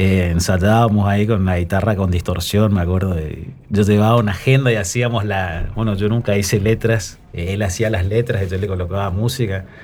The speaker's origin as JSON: {"language": "Spanish", "region": "Formosa", "country": "Argentina", "said": "Yo soy de Formosa."}